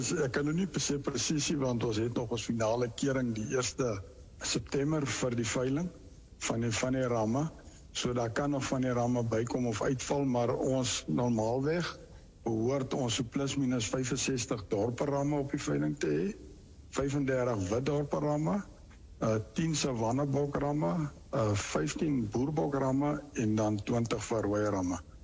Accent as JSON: {"language": "Afrikaans", "region": "Northern Cape", "country": "South Africa", "said": "Ek is van die Noord-Kaap, ek boer in die Prieska omgewing."}